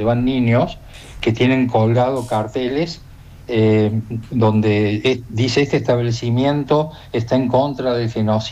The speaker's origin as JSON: {"language": "Spanish", "country": "Argentina", "moved": "yes", "lives_now": "Spain", "said": "habiendo vivido tantos años en Argentina y participado de las organizaciones comunitarias"}